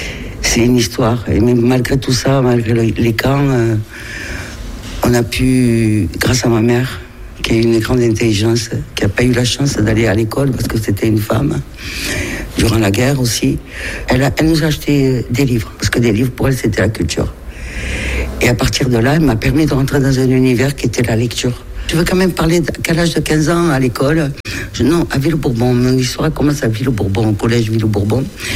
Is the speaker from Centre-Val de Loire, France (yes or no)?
no; Montauban, Occitanie, France; born there; Je suis née en Montauban, rue de la Résistance, en plein centre-ville, là, juste à côté. Et mes parents sont venus s'établir à Montauban, il y a maintenant des années